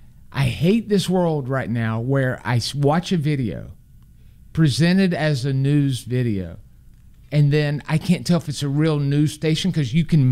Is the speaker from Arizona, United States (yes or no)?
yes; Phoenix, Arizona, United States; Matt, I am from Phoenix, Arizona, and while most people would take offense at what you just said, you're absolutely right.